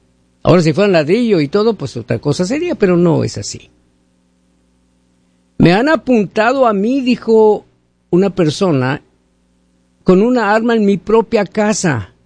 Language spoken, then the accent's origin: Spanish; Hermosillo, Sonora, Mexico; En Hermosillo, Sonora, México, ciudad donde yo nací, donde he vivido casi toda pues mi vida de soltero